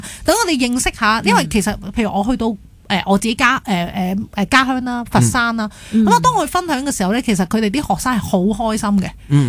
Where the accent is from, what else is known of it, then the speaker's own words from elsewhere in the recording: Hong Kong; 我哋香港人都可以做到內地嘅即係法院入面去幫手。